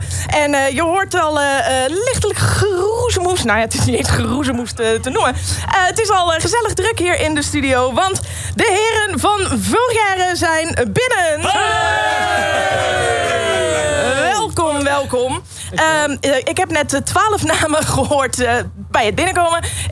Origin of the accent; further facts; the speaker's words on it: Groningen, Netherlands; also born or lived in North Brabant; Ik ben geboren in Brabant, maar daar weet ik niks meer van. Ik ben een Groningse.